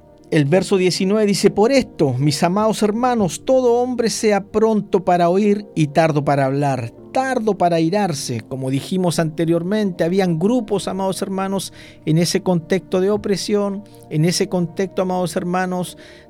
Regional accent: Chile; nosotros como chilenos

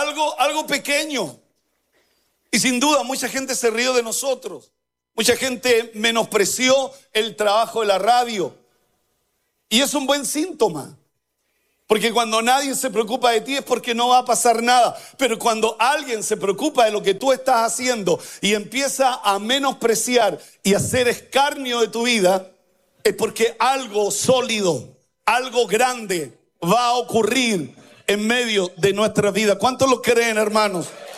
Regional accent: Coronel, Biobío, Chile; Yo vengo de Schwager, de Coronel, de la zona minera del Carbón, un lugar bien pobre, un lugar donde el futuro era ser borracho y trabajar en las minas.

